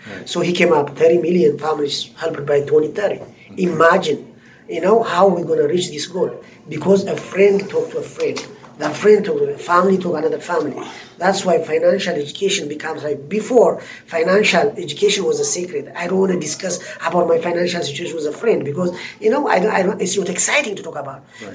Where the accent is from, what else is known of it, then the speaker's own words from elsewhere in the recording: Ethiopia; And right now I'm from the Ethiopian community, right?